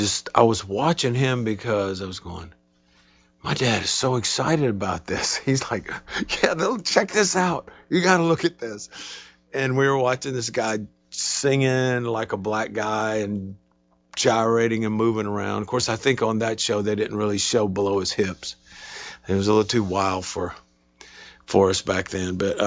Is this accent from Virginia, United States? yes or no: no; Mobile, Alabama, United States; I grew up in Mobile, Alabama, and, you know, way back then in the 50s and 60s and whatever. And Mobile was a lot smaller